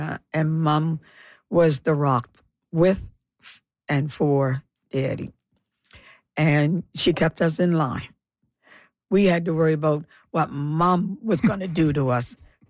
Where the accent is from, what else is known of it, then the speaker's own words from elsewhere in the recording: Canada; growing up in the North End and growing up on Creighton and growing up in this city and in this province